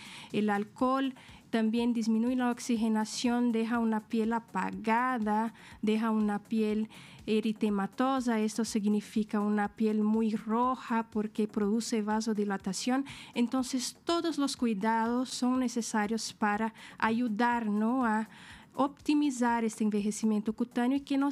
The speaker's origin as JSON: {"language": "Spanish", "region": "São Paulo", "country": "Brazil", "moved": "as an adult", "lives_now": "Santa Cruz de la Sierra, Bolivia", "said": "Soy de Brasil, San Paulo, pero vivo hace 9 años en esta ciudad maravillosa"}